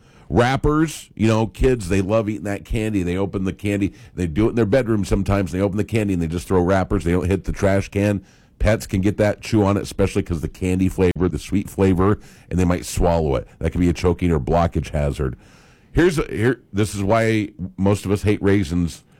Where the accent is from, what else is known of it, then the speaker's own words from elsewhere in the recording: Grand Island, Nebraska, United States; I grew up in Grand Island.